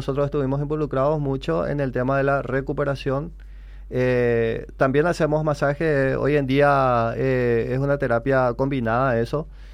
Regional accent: Presidente Hayes, Paraguay; Yo que soy de Bajo Chaco, yo que soy de la zona de Falcón

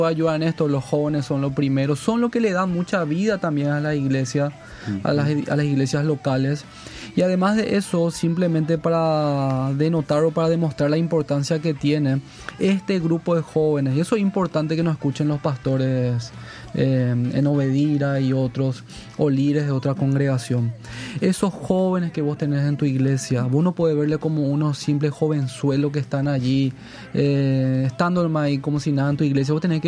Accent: Paraguay; siempre estamos y más como latino, como paraguayo, que no planificamos ni organizamos

